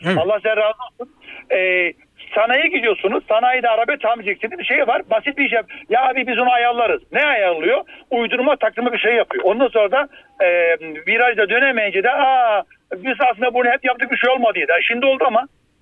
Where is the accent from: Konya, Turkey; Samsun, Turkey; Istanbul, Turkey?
Samsun, Turkey; now in Germany; Aslen Samsunluyum ama Almanya'da yaşıyorum.